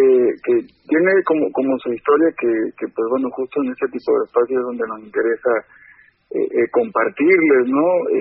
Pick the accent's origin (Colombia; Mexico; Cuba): Mexico; Tlacotalpan, Veracruz; si bien crecí en Tlacotalpan toda mi familia, y yo crecí un buen rato en una comunidad rural, en una ranchería de Tlacotalpan, que se llama el Xúchil, o La Morelos.